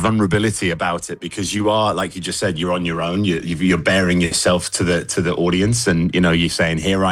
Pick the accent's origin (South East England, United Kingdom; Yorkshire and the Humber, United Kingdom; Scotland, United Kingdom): South East England, United Kingdom; Southampton; I'm from Southampton